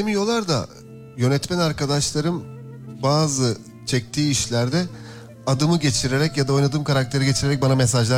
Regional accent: Pınarhisar, Kırklareli, Turkey; moved away as an adult; Pınarhisar ilçesinde doğdum ben. Yani okul 18 yaşıma kadar da oradaydım. Ben de doğduğum yeri, büyüdüğüm yeri, doyduğum yeri çok seviyorum. Orada bağlantım hala devam ediyor zaten.

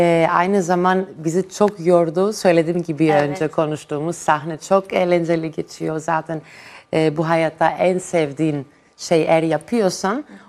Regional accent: Germany; first language Greek; Turkish is a second language; moved away as an adult; now in Turkey; Ben Yunan asıllıyım ama Almanya'da doğdum, büyüdüm.

